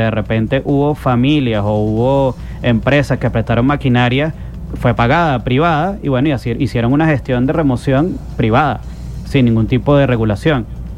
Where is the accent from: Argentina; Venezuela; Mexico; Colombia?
Venezuela; Como venezolana, que probablemente estemos en una situación de desbordamiento de los espacios.